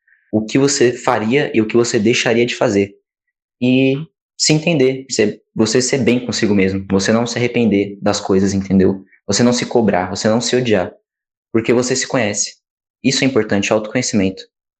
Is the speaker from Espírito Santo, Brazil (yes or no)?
no; São Paulo, Brazil; eu sou do interior de São Paulo, moro em Itaiuba.